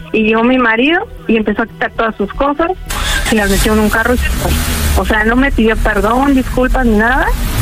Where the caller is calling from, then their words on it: Ecatepec, State of Mexico, Mexico; Soy de Catepec.